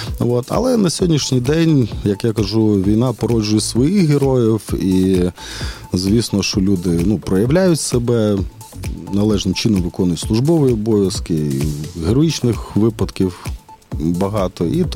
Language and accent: Ukrainian; Ivano-Frankivsk, Ivano-Frankivsk Oblast, Ukraine; Я теж з Франківська.